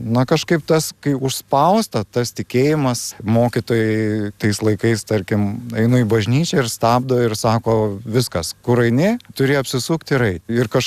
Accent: Širvintos, Vilnius County, Lithuania; Na, tarkim, ir aš augau nedideliam miestelį Širvintose, ten buvo sodas, tai man patiko laipėt viską

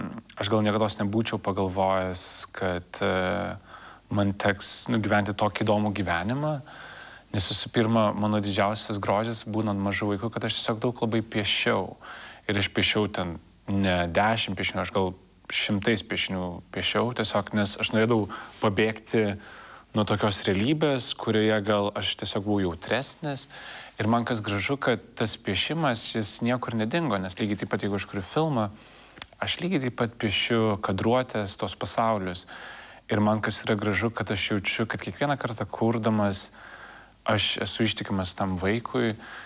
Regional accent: Vilnius, Vilnius County, Lithuania; born there; also born or lived in United States; aš gimiau Lietuvoje, kad aš gimiau Pašilaičių rajone.

